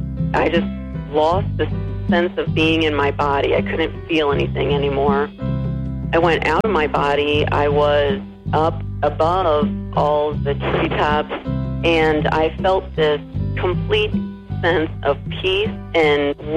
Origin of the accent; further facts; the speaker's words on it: Washington, Missouri, United States; I grew up in Washington, Missouri.